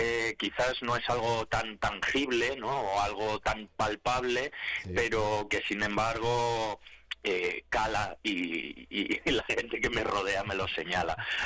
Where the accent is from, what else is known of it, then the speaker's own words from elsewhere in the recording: Palencia, Castile and León, Spain; moved away as an adult; now in Madrid, Spain; con los que me codeo por aquí, por Madrid, cada vez que se enteran que soy de Palencia